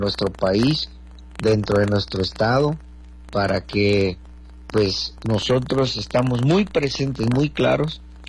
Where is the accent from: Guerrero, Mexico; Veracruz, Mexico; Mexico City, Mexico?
Guerrero, Mexico; Acapulco; como buenos mexicanos, como buenos guerrerenses, como buenos acapulqueños.